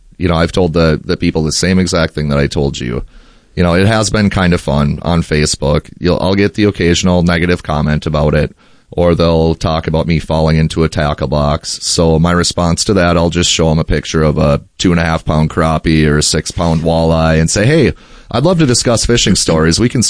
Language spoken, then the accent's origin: English; Stearns County, Minnesota, United States; I've had these piercings since I was 18. You know, I was born and raised in Stearns County. I've been playing in bands since I was 16.